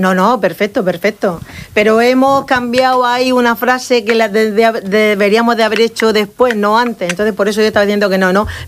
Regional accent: El Palmar, Spain; nosotros que somos, bueno, del Palmar, como ya sabéis de toda la vida

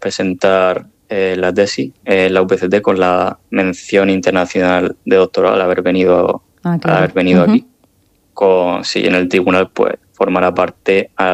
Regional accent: Region of Murcia, Spain; moved away as an adult; now in Zurich, Switzerland; un saludo muy fuerte desde Zurich para los oyentes y, por supuesto, para mi tierra, para Murcia.

